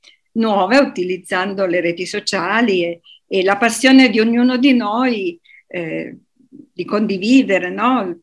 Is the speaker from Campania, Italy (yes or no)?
no; Turin, Piedmont, Italy; io sono di Torino e quindi diciamo vicina ad altro tipo di ricette, di tipi di primi piatti